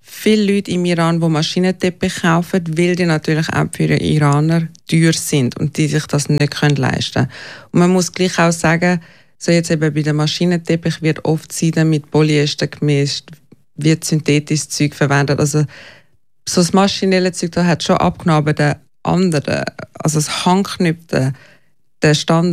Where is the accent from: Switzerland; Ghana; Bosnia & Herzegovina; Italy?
Switzerland; Und es war schon eine ständige Angst gewesen, aber mehr als Schweizer, wo man Angst hat, dass man nichts Falsches macht, damit einem ja nichts passiert mehr.